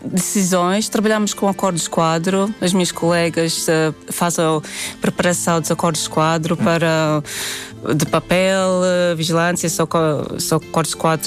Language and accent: Portuguese; Latvia; Portuguese is a second language; moved away; quando cheguei, havia muita gente que não conhecia a Letónia. Perguntava de onde que eu sou, disse que sou da Letónia.